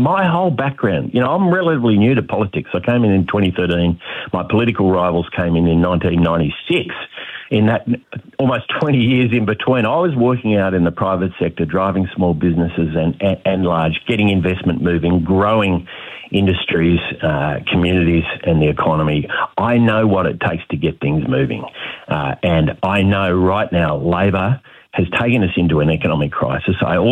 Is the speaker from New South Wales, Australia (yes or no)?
yes; New South Wales, Australia